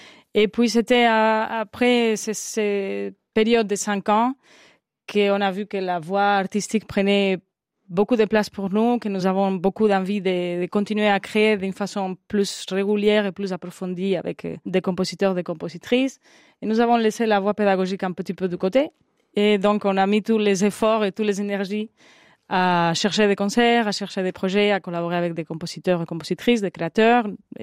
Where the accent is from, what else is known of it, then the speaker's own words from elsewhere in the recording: southern Spain, Spain; French is a second language; moved away; Nous venons de l'Espagne, tous les deux du Sud. Et nous avons fait nos études supérieures au Conservatoire supérieur de Badajoz, où nous nous sommes rencontrés.